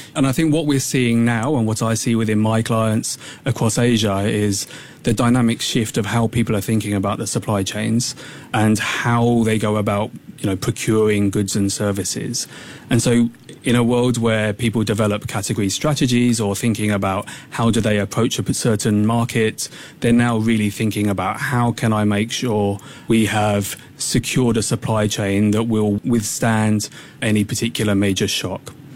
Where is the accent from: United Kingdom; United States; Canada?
United Kingdom; England; accent: English; You may tell from my accent, I will 100% be cheering for England